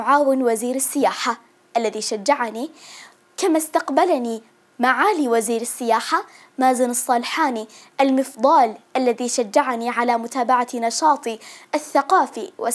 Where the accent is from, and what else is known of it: Syria